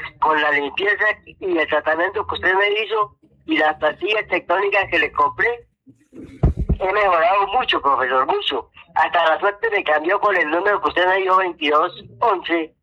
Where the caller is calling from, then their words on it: Boyacá, Colombia; Le llamo acá de Bus Boyacá